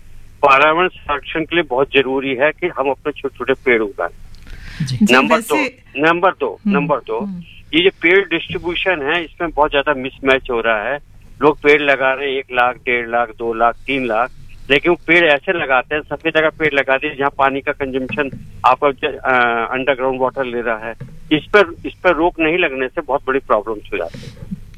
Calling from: Ghaziabad, Uttar Pradesh, India; मैं गाजियाबाद से बोल रहा हूँ

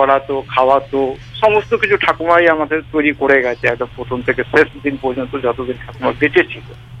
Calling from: Barajaguli, West Bengal, India; আমি হরিণঘাটার বড়জাগুলি জেলা নদিয়া থেকে

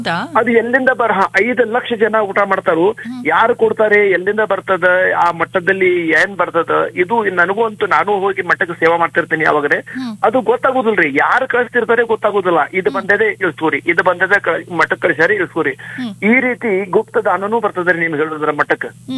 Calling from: Athani, Karnataka, India; first language Marathi; Kannada is a second language; ಒಂದ್ 50 ವರ್ಷದಿಂದ ನಾನ್ ನೋಡ್ತಾ ಇದ್ದೀನಿ ಅಥಣಿ ಒಳಗೆ.

